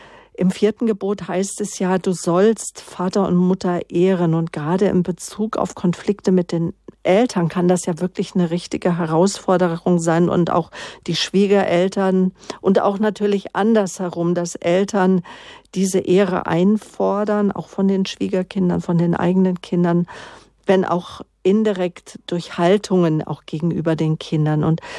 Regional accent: Munich, Bavaria, Germany; Ja, genau, wenn ich mal wieder hinkomme hier als Münchner.

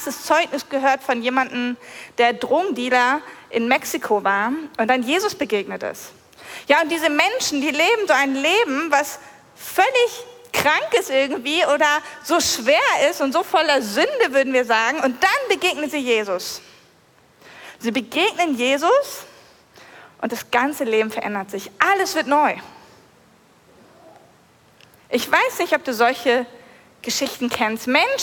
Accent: Lower Saxony, Germany; Ich komme aus der Nähe Hannover

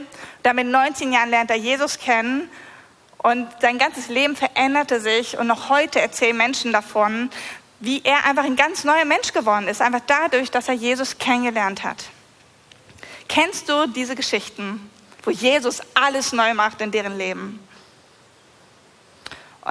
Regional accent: Lower Saxony, Germany; Ihr habt gerade schon gehört … Ich komme aus der Nähe Hannover

